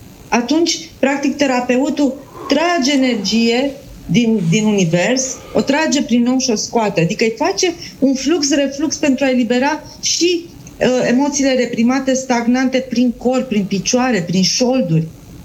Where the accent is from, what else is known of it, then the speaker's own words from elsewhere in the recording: Bucharest, Romania; Eu fiind în București, eu sunt din București.